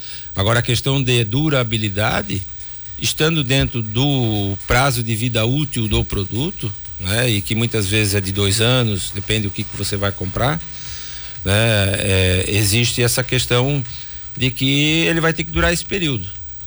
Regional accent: Gaspar, Santa Catarina, Brazil; also born or lived in Blumenau; eu que nasci em Blumenau, mas eu sou gasparense, por um detalhe da vida a gente acabou indo nascer em Blumenau

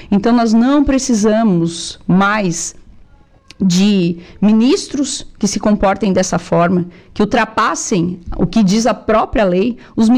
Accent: Brazil; Eu fui chamada de idiota, como cidadã e como brasileiro.

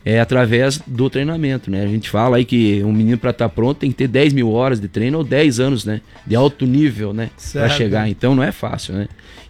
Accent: São Domingos, Santa Catarina, Brazil; mas eu sou da região aqui, sou natural de São Domingos, né, tive a formação lá no nosso Independente

